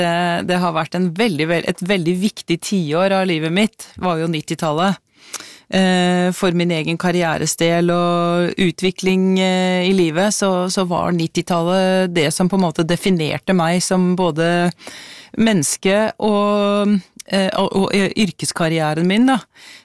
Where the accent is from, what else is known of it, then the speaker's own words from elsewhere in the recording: Nesodden, Akershus, Norway; moved away; Jeg vokste jo opp på Nesodden utenfor Oslo, så var omringet av sjø på alle kanter.